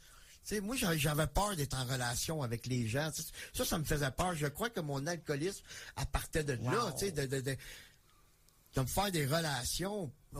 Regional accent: Montreal, Quebec, Canada; Donc, je suis né à Montréal. Je viens de Montréal, mais j'ai grandi à Pierrefonds, dans l'Ouest Island. Donc, c'est là que j'ai vécu ma jeunesse.

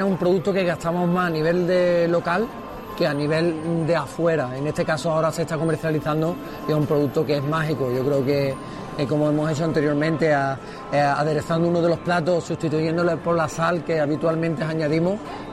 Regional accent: Barbate, Andalusia, Spain; Yo en Cádiz, yo soy de Barbate

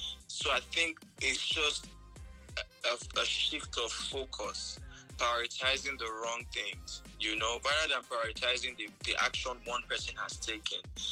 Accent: Asaba, Delta, Nigeria; born there; also born or lived in Benin City / Ibadan; because I'm from Ibadan, but I was born in Benin City. I lived most of my life in Asaba. My Yoruba don't even hit as much. But before even being a Yoruba man, I'm a Nigerian. Before being a Nigerian, I'm an African.

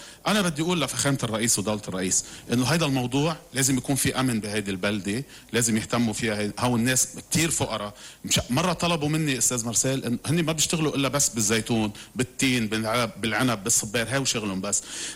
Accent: Shebaa, Nabatieh Governorate, Lebanon; ضيعتنا ضيعة جنوبية على الحدود، ضيعة نائية جدا.

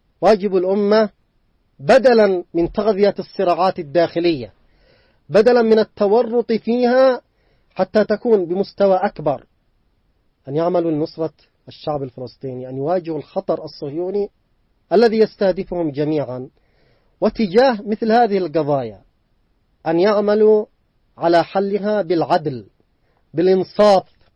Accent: Yemen; بالنسبة لنا نحن كشعب يمني

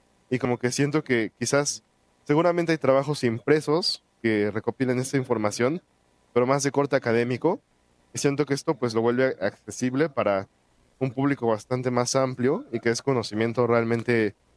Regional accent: Texcoco, State of Mexico, Mexico; yo soy de Texcoco.

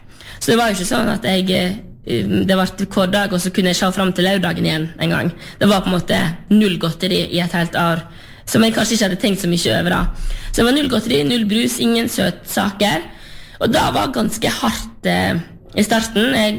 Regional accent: Sørheim, Vestland, Norway; Jeg kommer jo fra Sørheim, på sørsiden av Lustrafjorden, og etter hvert som jeg har vært større, så oppdaget jeg jo at verden er større enn Sørheim

